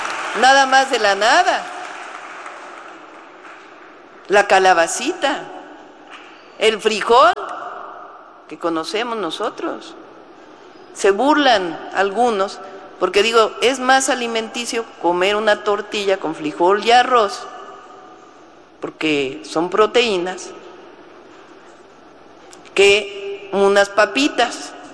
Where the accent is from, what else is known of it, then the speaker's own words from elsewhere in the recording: Mexico; Ese valor que le damos las y los mexicanos, no importa si somos de Yucatán o de Sonora, de Veracruz o de Baja California